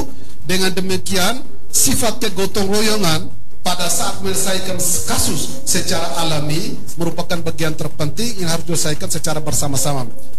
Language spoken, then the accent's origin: Indonesian; Indonesia; di Desa Manulondo, kampung saya tercinta.